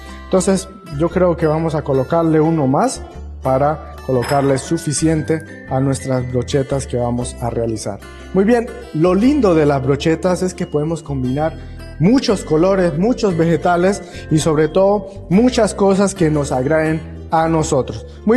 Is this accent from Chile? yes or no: no; Venezuela; Soy de Venezuela y la verdad me ha encantado las riquísimas recetas que podemos encontrar ahí.